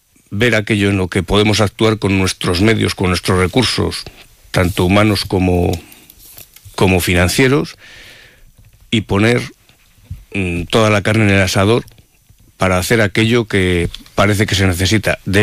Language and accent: Spanish; Castile and León, Spain; somos muy castellanos en eso de no alegrarnos de lo que hacemos